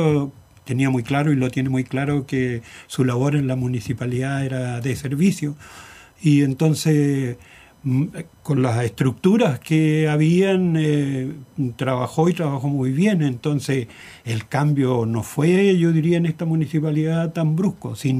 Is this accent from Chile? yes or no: yes; Ancud, Los Lagos, Chile; moved away as an adult; cuando yo decidí venirme a Ancud de vuelta, a mi tierra, digamos, a mi tierra, en este caso a la tierra chica, Ancud